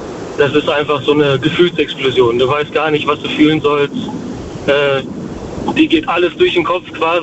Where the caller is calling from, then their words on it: Dortmund, North Rhine-Westphalia, Germany; aus Dortmund eigentlich.